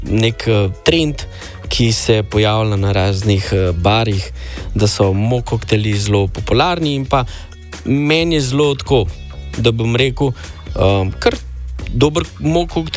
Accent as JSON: {"language": "Slovenian", "town": "Mengeš", "region": "Central Slovenia", "country": "Slovenia", "said": "prihajam iz Mengša"}